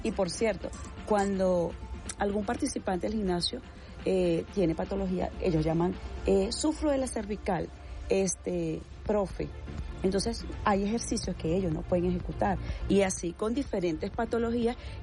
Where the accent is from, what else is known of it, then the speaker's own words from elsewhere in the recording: Barquisimeto, Lara, Venezuela; moved away as an adult; now in Caracas, Venezuela; Y me vine de Barquisimeto porque mi esposo está acá.